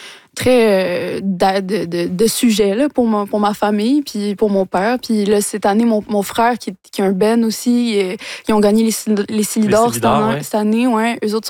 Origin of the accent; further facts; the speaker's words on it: Quebec, Canada; je pense qu'en tant que Québécois, Québécoise, c'est, pour moi, c'est important, ça me touche parce qu'on n'est pas beaucoup...